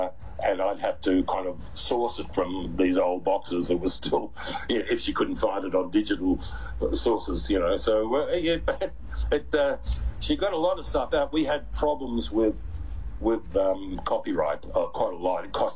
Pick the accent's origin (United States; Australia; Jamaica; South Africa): Australia; Melbourne, Victoria; moved away as an adult; also born or lived in Sydney; when I moved to Sydney in the 1980s. I was born in Sydney, and so was my family. But we lived in Melbourne for most of our, you know, formative years.